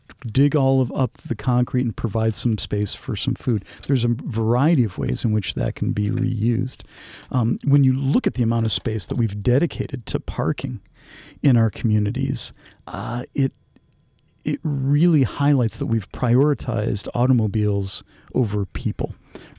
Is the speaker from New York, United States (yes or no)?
no; Lincoln Park, Michigan, United States; I grew up, I should highlight that I grew up five blocks away from the Sears in Lincoln Park, right? The massive shopping complex that was super important to downriver economy.